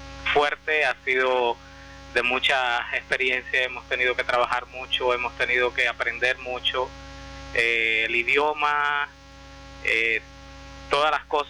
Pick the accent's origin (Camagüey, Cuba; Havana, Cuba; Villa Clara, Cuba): Camagüey, Cuba; moved away as an adult; now in Miami, United States; Yo originalmente soy de Camagüey, Cuba